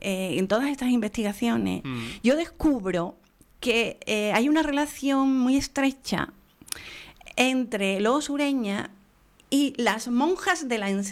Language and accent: Spanish; Andalusia, Spain